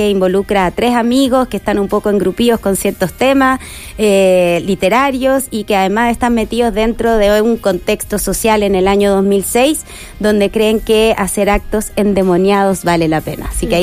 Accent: Chile

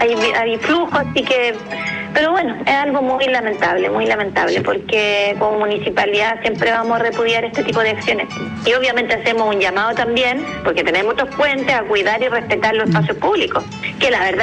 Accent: Chile; uno el corazón se le inflama como chileno también

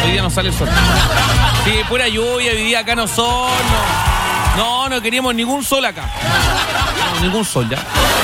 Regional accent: Valdivia, Los Ríos, Chile; Valdivia, mi ciudad natal, sí. Porque algunos me preguntan de dónde soy yo. Yo soy de Valdivia, chiquillo, Valdiviano. Estoy tan acostumbrado a la lluvia que me da lo mismo la lluvia.

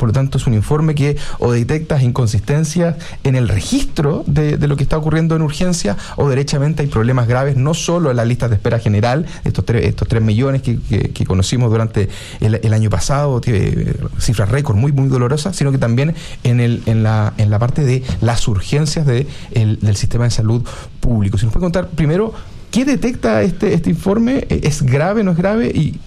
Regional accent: Biobío, Chile; Y un saludo también a Bio Bio, mi tierra natal

